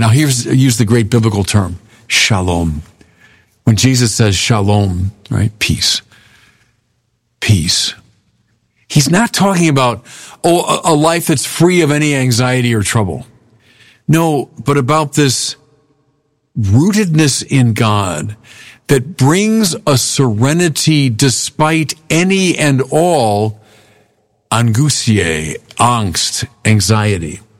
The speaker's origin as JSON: {"language": "English", "town": "Chicago", "region": "Illinois", "country": "United States", "said": "I'm from Chicago, like Lake Michigan, which is like inland sea."}